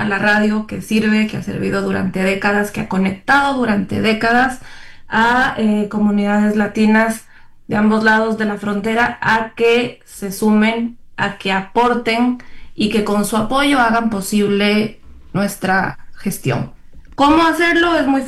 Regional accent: Ecuador; now in San Francisco Bay Area, United States; ella es ecuatoriana, yo soy ecuatoriana también

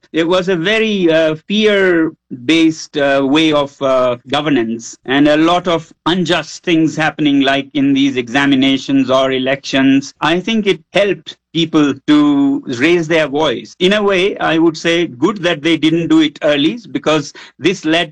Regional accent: Ladakh, India; I come from Ladakh

